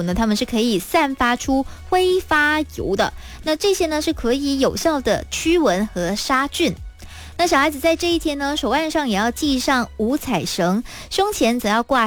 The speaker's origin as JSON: {"language": "Chinese", "region": "Kedah", "country": "Malaysia", "said": "那我是吉打人嘛，所以我在那里也挺常吃到这样子的粽子的。"}